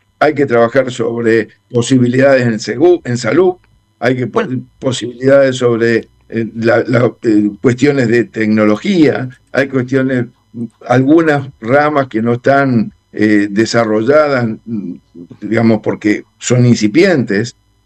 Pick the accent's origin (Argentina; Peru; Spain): Argentina